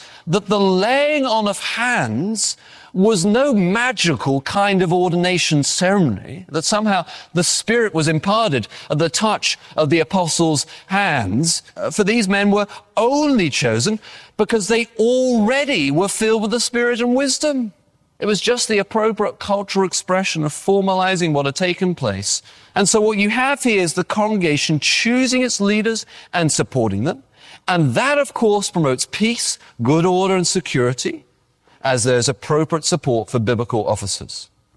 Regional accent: England, United Kingdom; Now, in case you haven't noticed, I am English. And I only mention it because I've had a few people tell me recently how much they like my accent.

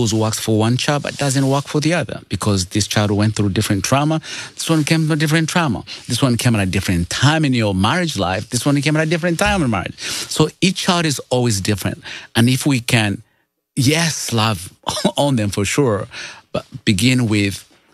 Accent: Uganda; moved away; I come from Uganda and grew up poor of the poorest.

